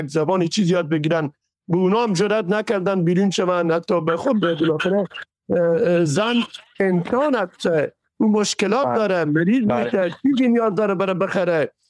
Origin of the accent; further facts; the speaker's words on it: Herat, Afghanistan; ما به عنوان یک آدم بومی هرات که از پدر خود گفتم که ما بومی هراتی هستیم